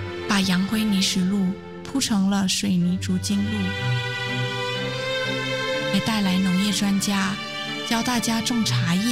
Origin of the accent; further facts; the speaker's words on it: Northern Thailand, Thailand; moved away as an adult; also born or lived in Hualien, Taiwan; 我回到泰北，我的故乡，